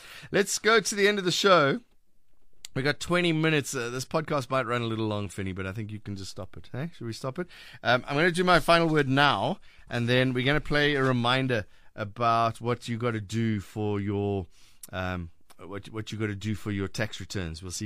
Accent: Cape Town, Western Cape, South Africa; from Cape Town.

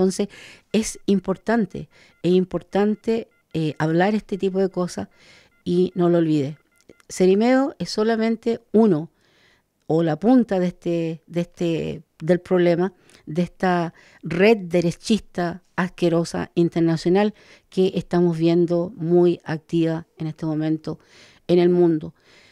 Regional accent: Chile; desalojar a mi pueblo, al pueblo mapuche, de sus tierras recuperadas

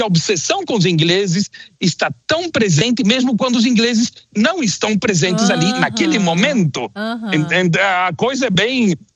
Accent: Londrina, Paraná, Brazil; Sou de Londrina, do norte do Paraná, pé vermelho. Ninguém duvide da brasilidade.

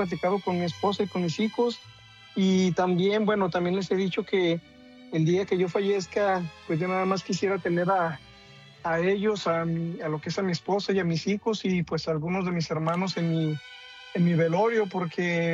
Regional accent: Aguascalientes, Mexico; now in United States; Ah, bueno, yo estoy aquí en Indiana, yo soy de Aguascalientes.

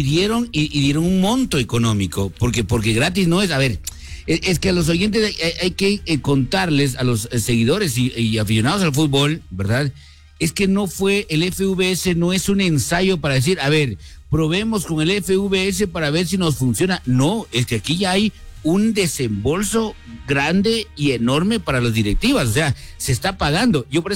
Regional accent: Guatemala; somos los chapines

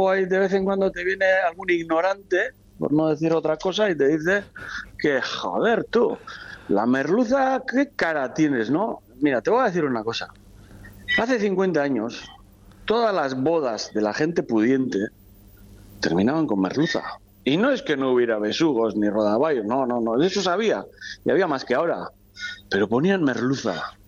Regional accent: Ondarroa, Basque Country, Spain; O sea, en mi pueblo, Ondarroa, antes era Dios.

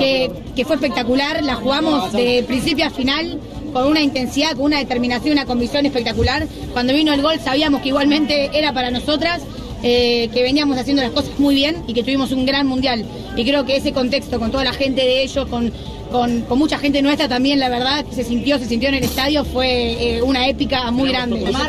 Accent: Argentina; Lo que hace que sabemos que somos como argentinas, todo cuesta un poquito más

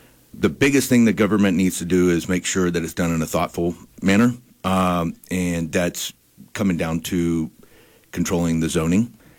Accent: Texas, United States; born or raised there

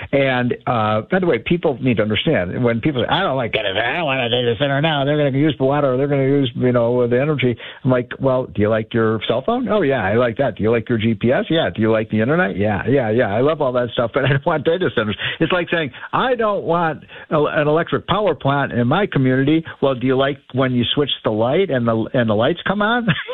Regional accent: Chicago, Illinois, United States; now in New York, United States; I love living in Manhattan. I'm from Chicago, one of the great cities of all time.

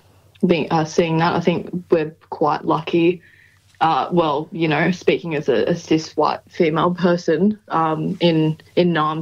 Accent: Toowoomba, Queensland, Australia; also born or lived in Sydney; I grew up in Queensland, but yeah, I was living in Sydney for a few years, just briefly.

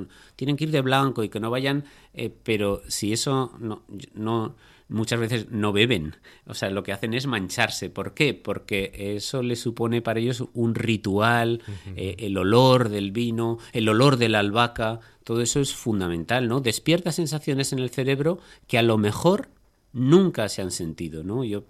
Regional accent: Huesca, Aragon, Spain; born there; yo nací en Huesca, o sea que no tengo nada más que decir, ¿no?

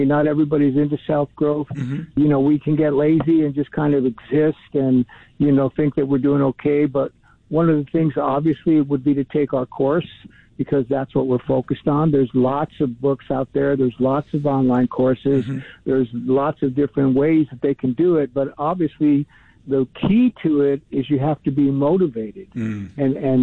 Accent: Los Angeles, California, United States; I grew up in Northeast LA, which is, you know, there's known for violence and gangs and drugs and things like that.

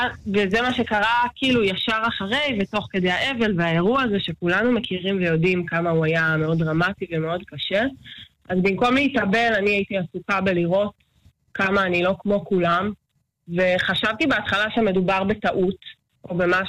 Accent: Be'eri, Southern District, Israel; אז אני בעצם כל החיים שלי גדלתי בקיבוץ. אני נולדתי בבירי.

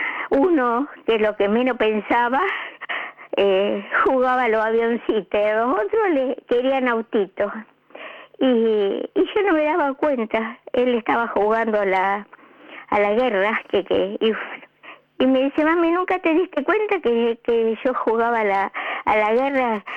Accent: Italy; moved away; mira que si me voy a Italia no vuelvo, me quedo en mi pueblo.

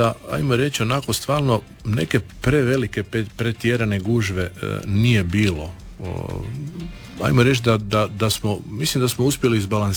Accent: Istria County, Croatia

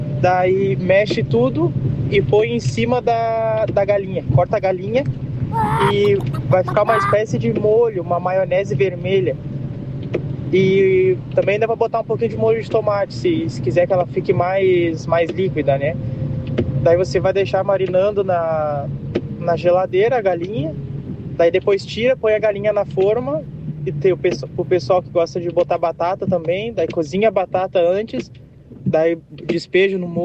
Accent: Canoas, Rio Grande do Sul, Brazil; sou de Canoas.

